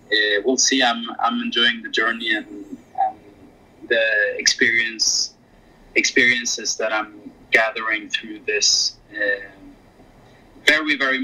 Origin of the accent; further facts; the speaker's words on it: Norway; I grew up in the Norwegian outdoors with Norwegian outdoor culture.